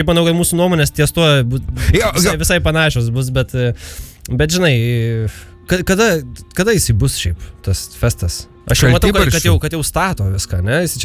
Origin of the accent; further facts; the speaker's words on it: Vilnius, Vilnius County, Lithuania; čia būtent mes vilniečiai.